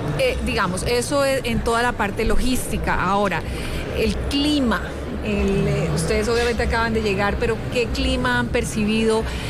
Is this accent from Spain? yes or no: no; Colombia; nosotros siempre la tenemos como colombianos